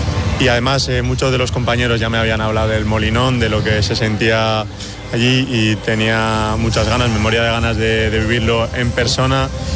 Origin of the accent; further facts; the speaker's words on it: Guernica, Basque Country, Spain; soy de Guernica, un pueblo tranquilo, un pueblo pequeñito